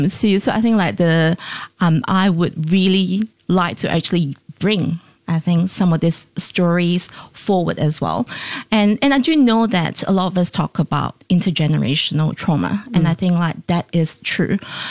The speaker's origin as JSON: {"language": "English", "country": "Malaysia", "tie": "born or raised there", "also_born_or_lived": "Pahang", "said": "I grew up in Malaysia."}